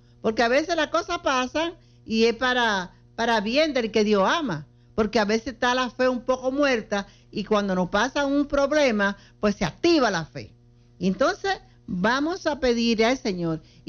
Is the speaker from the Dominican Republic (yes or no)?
yes; Dominican Republic; somos dominicanos